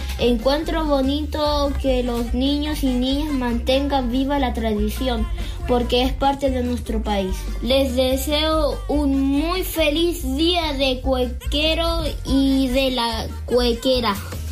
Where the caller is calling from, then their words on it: Valdivia, Los Ríos, Chile; tengo 10 años y vivo en Valdivia.